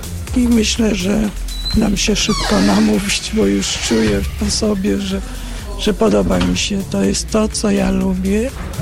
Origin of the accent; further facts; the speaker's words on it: Bartoszyce, Warmian-Masurian Voivodeship, Poland; moved away as an adult; also born or lived in Kraków; urodziłam się w Bartoszycach, przy ośrodku szkolno-wychowawczym. I tam spędziłam część mojego życia, największą, ponad do 20 roku mojego życia.